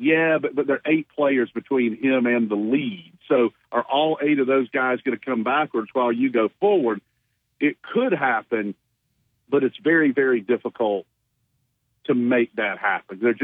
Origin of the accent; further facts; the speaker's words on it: Arkansas, United States; Of course, growing up in Arkansas and working for the legend, Dave Van Horn, and he's just done a tremendous job with the program.